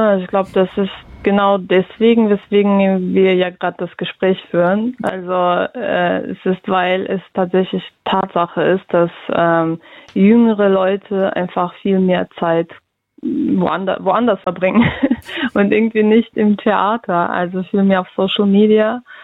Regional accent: Russia; now in Germany; ich komme aus Russland

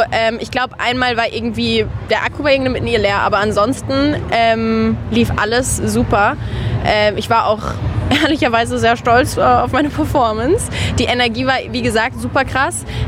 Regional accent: Karlsruhe, Baden-Württemberg, Germany

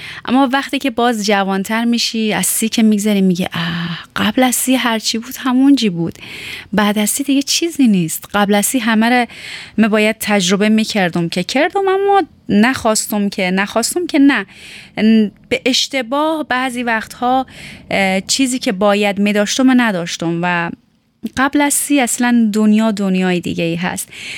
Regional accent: Tehran, Tehran Province, Iran; چون همیشه گفتم متولد ایران هستم، خود در کوچه پس کوچه های تهران میدیدم و سرگرم بازی و شیطنت و راه مدرسه، دوست دوران مدرسه،

